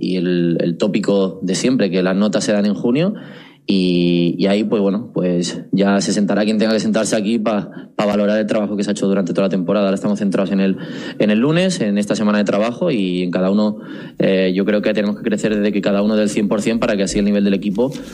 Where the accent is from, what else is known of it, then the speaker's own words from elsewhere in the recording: Catalonia, Spain; moved away as an adult; soy catalán, tengo mucha familia allí